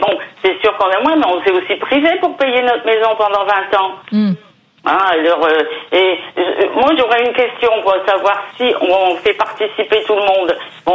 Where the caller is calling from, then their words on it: Hauts-de-France, France; Dans le Nord.